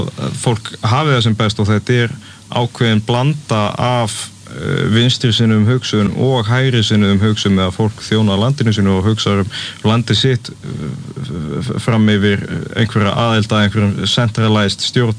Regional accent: Grímsnes, Southern Region, Iceland; Og það, ég er úr Grímsnesinu, ég bjó í gullna hringnum

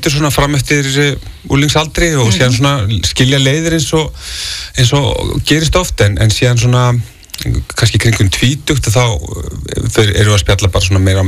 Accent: Reykjavík, Capital Region, Iceland; ég er úr Grafvogi að hérna svona síðustu ár þá, ég ætla ekki að segja að það er ykkur bylgja en það er mikið að krökkum, ungum sem að hafa týnt lífi sínu úr Grafvogi

